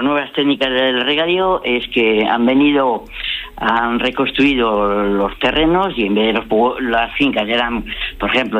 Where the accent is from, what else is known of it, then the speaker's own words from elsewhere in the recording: Villares de Órbigo, Castile and León, Spain; nací aquí en Villares de Órbigo, y entonces pues tenemos unos huertos pues preciosos. Además, mi pueblo vivió toda la vida de la huerta.